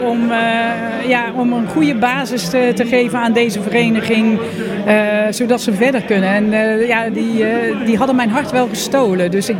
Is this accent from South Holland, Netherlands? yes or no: yes; Leiden, South Holland, Netherlands; Maar ik kwam uit Leiden.